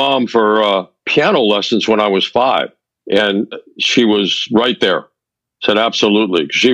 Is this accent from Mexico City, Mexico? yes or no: yes; Mexico City, Mexico; I grew up in Mexico City.